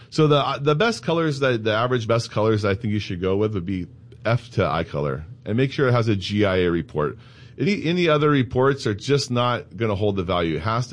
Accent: San Diego, California, United States; I wanted to come back to where I'm from. I'm born and raised in San Diego.

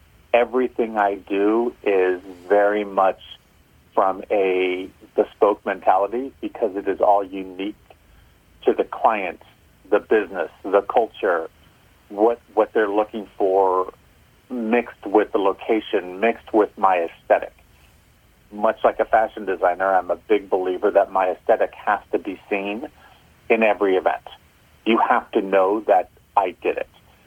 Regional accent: San Francisco, California, United States; born there; also born or lived in Netherlands; On paper, I grew up in San Francisco. On paper, born and raised San Francisco. I think I'm one of the last remaining seven. My father is Italian, second generation San Franciscan, and my mother is Dutch from Holland

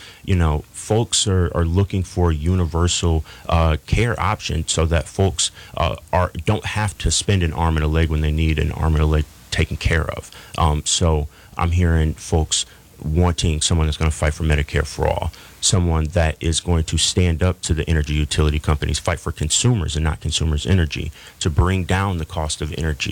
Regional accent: Battle Creek, Michigan, United States; I was born and raised in Battle Creek, just down the road, a lifelong member of the Nottawasippi here in Band of Potawatomi.

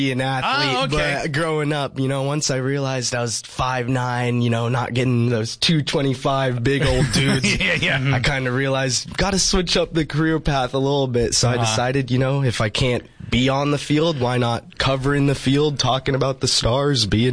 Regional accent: Spokane, Washington, United States; born there; also born or lived in Beverly, Massachusetts / Salem, Massachusetts; now in Yuma, United States; But moved to Spokane, Washington when I was about 7 or 8. My family relocated out there and that's where I grew up, went to school and all that, but Massachusetts is definitely home

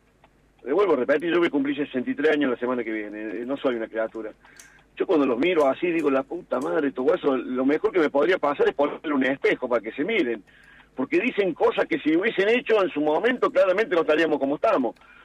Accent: Argentina; somos los argentinos

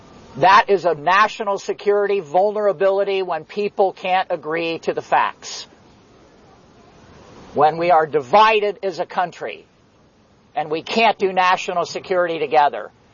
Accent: Indiana, United States; In my home state of Indiana, as a Democrat, let me give a shout out to Republicans.

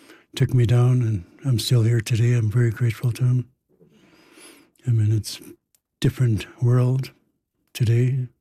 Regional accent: Ahousaht, British Columbia, Canada; now in Victoria, Canada; I am from Ahuset. It's up past Tofino, 12 miles past Tofino.

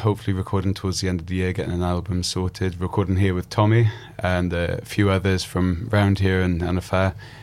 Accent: Wales, United Kingdom; I'm from Wales. Nice. Old South Wales, not New South Wales.

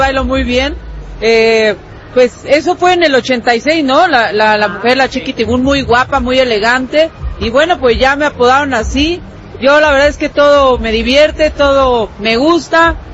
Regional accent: Mexico; así somos los mexicanos, nos reímos de todo y yo me río de todo.

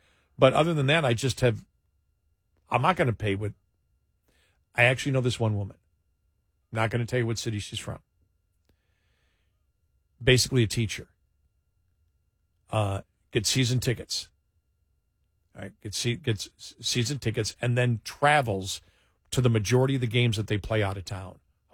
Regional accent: Buffalo, New York, United States; I used to go to NBA games when I was a kid, when I grew up in Buffalo, with the Buffalo Braves.

